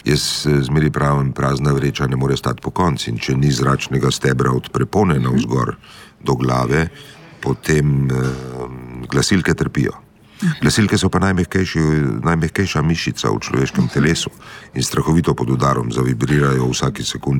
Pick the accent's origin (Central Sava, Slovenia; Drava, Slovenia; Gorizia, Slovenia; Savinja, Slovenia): Gorizia, Slovenia; Vipava Valley; jaz izhajam z Vipavske doline